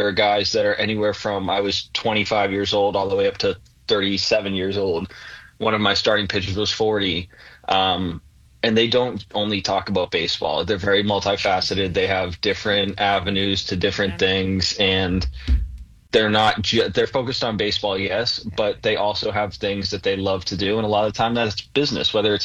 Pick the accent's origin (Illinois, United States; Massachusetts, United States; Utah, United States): Massachusetts, United States; growing up in Massachusetts